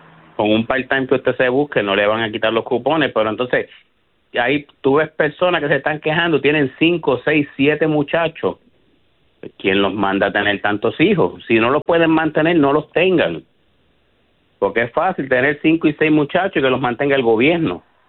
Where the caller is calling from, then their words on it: Isabela, Puerto Rico; de Isabela.